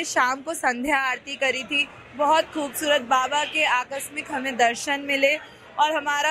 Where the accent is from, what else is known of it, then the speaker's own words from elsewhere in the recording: Delhi, India; हम दिल्ली से आए हैं